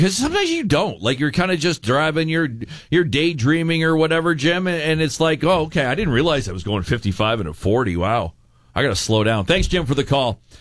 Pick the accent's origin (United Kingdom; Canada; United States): Canada; Windsor, Ontario; The one I grew up on in South Windsor doesn't have a speed limit sign.